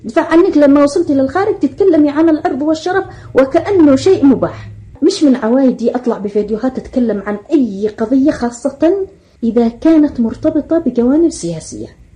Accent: Yemen; وأنا كامرأة يمنية أمتلك حق الرد. أنا أشتغل مع أنصار الله 8 سنوات في الإعلام المسموع،

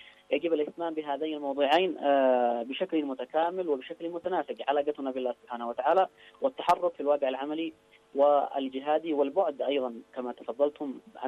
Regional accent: Yemen; فنحن كشعب يمني

